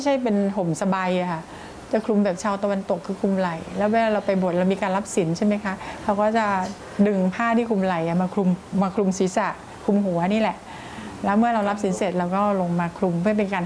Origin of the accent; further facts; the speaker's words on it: Bangkok, Thailand; ถึงแม้เราจะเป็นสยามโปรตุเกส